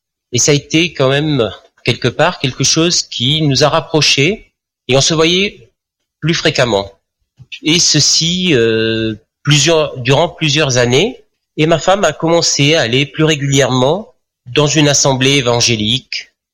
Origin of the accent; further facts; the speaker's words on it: Marseille, Provence-Alpes-Côte d'Azur, France; born there; moved away; also born or lived in Alsace; je suis né à Marseille, dans une famille catholique. J'ai atterri dans les années 76 en Alsace.